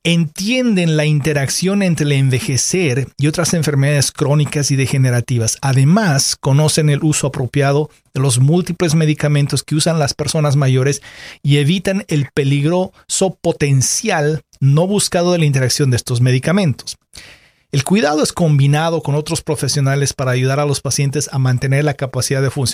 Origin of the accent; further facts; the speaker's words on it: Bolivia; now in Lehigh Valley, United States; usted es un compatriota mío, un boliviano. Fuimos a la misma escuela de medicina.